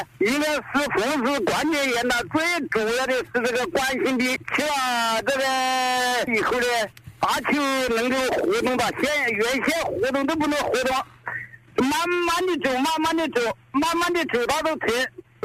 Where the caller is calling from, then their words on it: Hubei, China; 我是湖北省秦岭市邵阳县关庄镇八文村的人。